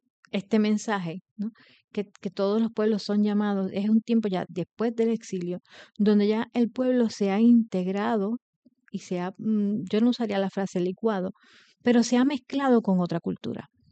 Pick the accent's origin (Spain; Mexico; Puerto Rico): Puerto Rico; pues yo soy puertorriqueño